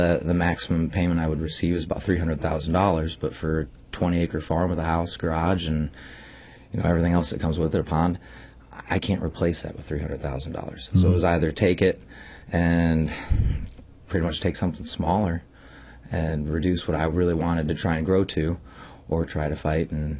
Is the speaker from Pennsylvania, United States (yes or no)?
no; Irondale, Missouri, United States; also born or lived in Festus; now in Farmington, United States; I grew up out in Irondale, actually, small town, 374 people. Then I moved up to Festus for about 7 years and then came back down to Farmington and bought a small farm, almost 20 acres, raising my family and three kids out there